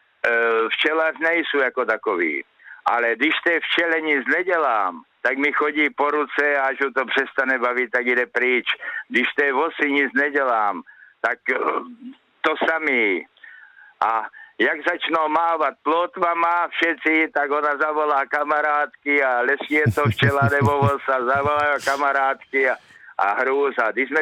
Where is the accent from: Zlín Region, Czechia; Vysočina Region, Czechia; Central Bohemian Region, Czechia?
Zlín Region, Czechia; Machová; now in Tlumačov, Czech Republic; Rodák z Machové.